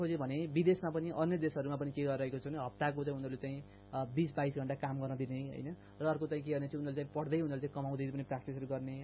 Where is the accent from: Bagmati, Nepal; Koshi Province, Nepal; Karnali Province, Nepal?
Karnali Province, Nepal; म एउटा कृषि पढेको छु मेरो घर कर्णाली हो